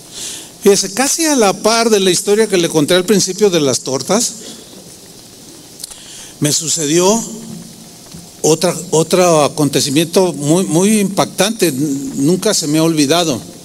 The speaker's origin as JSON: {"language": "Spanish", "region": "San Luis Potosí", "country": "Mexico", "tie": "born there", "moved": "yes", "said": "fui a San Luis Potosí, donde yo nací"}